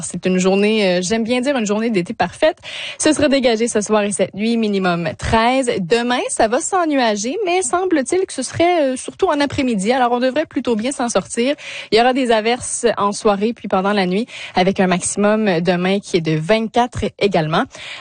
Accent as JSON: {"language": "French", "country": "Canada", "also_born_or_lived": "Prince Edward Island", "said": "on a ça chez nous, au Canada"}